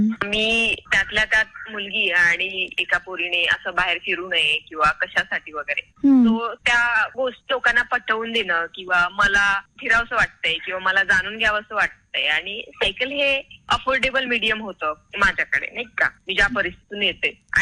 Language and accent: Marathi; Yavatmal, Maharashtra, India; इथे माझा जिल्हा यवतमाळ येतो पण मी चंद्रपूरला तिकडे शिकायला गेले